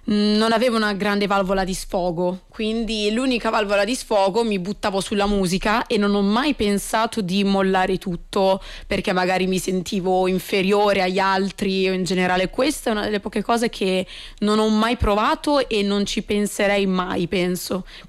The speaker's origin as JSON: {"language": "Italian", "town": "Rome", "region": "Lazio", "country": "Italy", "tie": "born there", "said": "sono nata a Rocche, per carità, cioè la mia città natale assolutamente, però Cosenza ha qualcosa in più proprio di affettivo e di personale."}